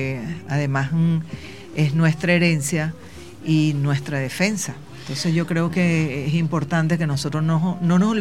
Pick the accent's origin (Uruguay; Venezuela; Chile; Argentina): Venezuela; es nuestra lo que nos impulsa a seguir siendo venezolanos y para seguir luchando cada día más.